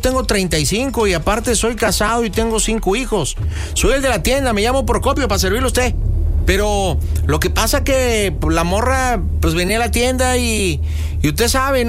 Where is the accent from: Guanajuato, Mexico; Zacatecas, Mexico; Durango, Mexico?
Guanajuato, Mexico; León; Porque pues yo soy de los de León, pero pues soy güerillo y ojo claro